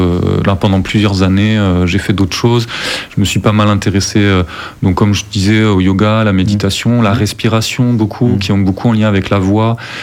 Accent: Nérac, Nouvelle-Aquitaine, France; also born or lived in Bordeaux; now in Périgord, France; Je suis originaire du Lot-et-Garonne, de Nérac.

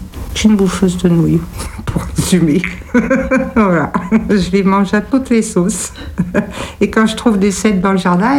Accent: France; born there; Moi, je suis née en France, j'ai appris à manger des produits français.

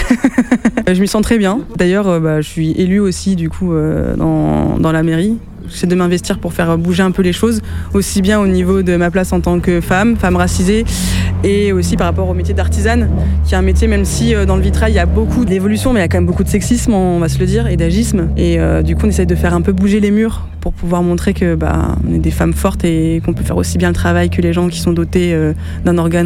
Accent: Nouvelle-Aquitaine, France; on rayonne plus en Dordogne parce que c'est notre coin, vu qu'on est du Nontronné.

